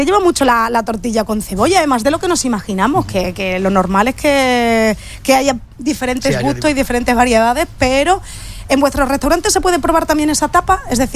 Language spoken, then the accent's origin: Spanish; Mérida, Extremadura, Spain; yo soy de Mérida